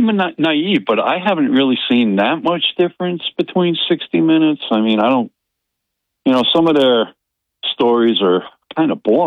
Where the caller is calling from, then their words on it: Binghamton, New York, United States; West Side.